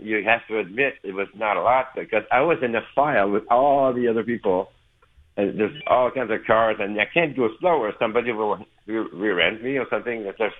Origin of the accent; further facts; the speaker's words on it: Montreal, Quebec, Canada; we're from Montreal, so it takes us about 1 hour and 40 or 35 minutes